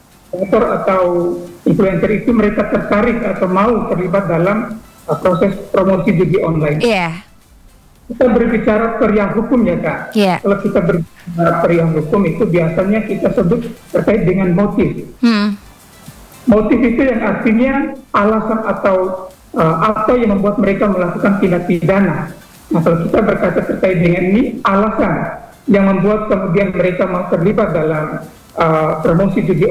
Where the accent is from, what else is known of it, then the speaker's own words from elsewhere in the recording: Ende, East Nusa Tenggara, Indonesia; now in Semarang, Indonesia; saya asli orang ND.